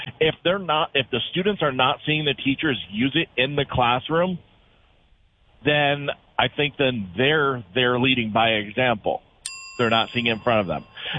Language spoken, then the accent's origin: English; Crookston, Minnesota, United States; I grew up in Crookston, and I know teachers that have been up till 11 p.m. at night grading papers and essays.